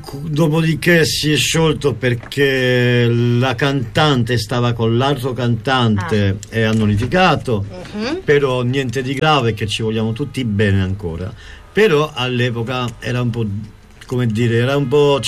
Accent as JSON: {"language": "Italian", "town": "Marseille", "region": "Provence-Alpes-Côte d'Azur", "country": "France", "accent": "Marseillais", "said": "nel mio dialetto, in marsigliese"}